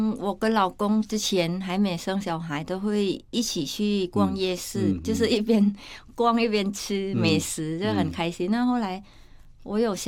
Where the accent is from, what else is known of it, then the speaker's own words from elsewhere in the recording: Thailand; now in Taiwan; 哦，就是因为我公公他也了解我是从泰国过来，他就每次都是鼓励我